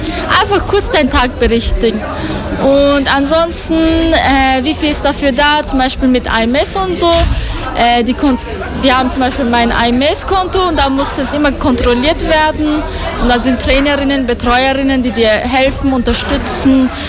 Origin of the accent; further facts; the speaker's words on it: Afghanistan; moved away; Ich komme aus Afghanistan.